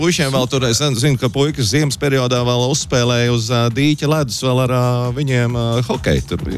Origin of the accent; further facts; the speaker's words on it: Ķekava, Ķekava Municipality, Latvia; Es esmu no Ķekavas un es atceros, masu puika būdams, es zināju, ka sarkanais Ikarus piebrauc